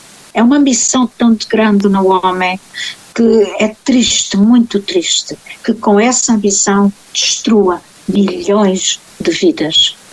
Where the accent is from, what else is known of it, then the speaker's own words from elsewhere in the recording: Portugal; born there; moved away; Eu sei o que era Portugal, sei o que era a minha terra, a minha aldeia, sei o que ela era no meu tempo de jovem criança e quando de lá saí, e sei o que ela é hoje quando lá volto.